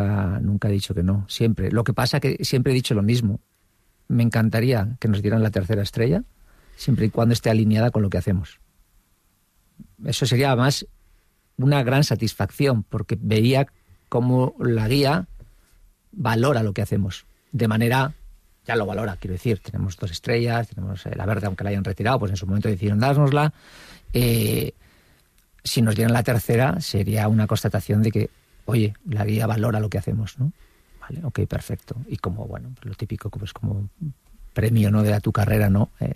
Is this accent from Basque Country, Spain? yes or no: yes; Basque Country, Spain; me paso con el coche por la casa donde yo nací. No nací en la casa, ¿entiendes? Pero donde viví toda mi infancia, uh-huh, hasta que me marché de casa, que estaba en un barrio obrero, en Zaramaga